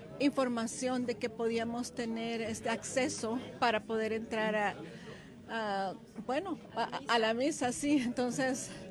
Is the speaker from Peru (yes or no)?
no; El Salvador; also born or lived in Canada; now in Belgium; Somos originarios de El Salvador, pero somos nacionalizados canadienses y ahora vivimos en Bélgica.